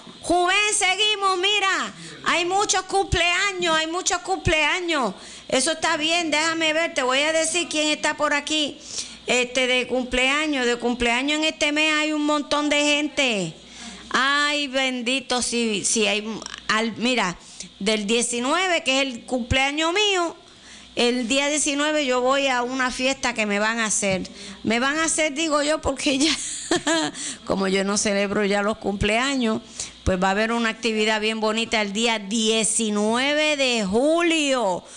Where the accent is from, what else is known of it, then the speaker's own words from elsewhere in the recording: San Germán, Puerto Rico; also born or lived in Sabana Grande, Puerto Rico; porque yo me crié aquí en San Germán, pero sí soy pura sabaneña, nacida en el Hospital Viejo de Sabana Grande. Yo creo que yo soy de las últimas que nacieron allí.